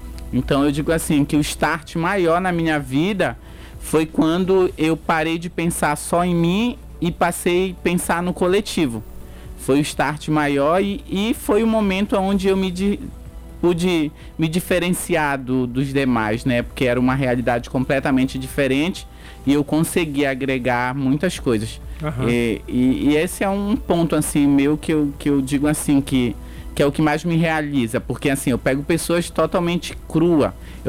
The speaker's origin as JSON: {"language": "Portuguese", "region": "Pará", "country": "Brazil", "lives_now": "Macapá, Brazil", "said": "Eu vim do interior do Pará, então a minha realidade era completamente diferente de hoje, né?"}